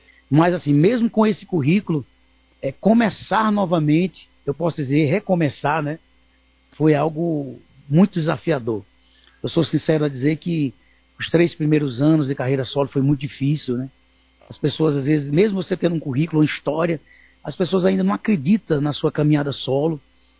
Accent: the sertão, Northeast Brazil, Brazil; moved away; Eu nunca imaginei de onde vim, né? Do sertão, do interior.

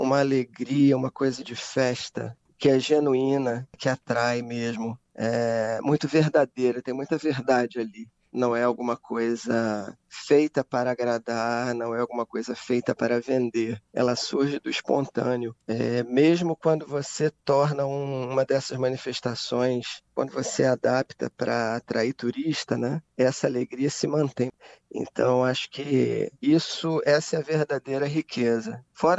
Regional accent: Brazil

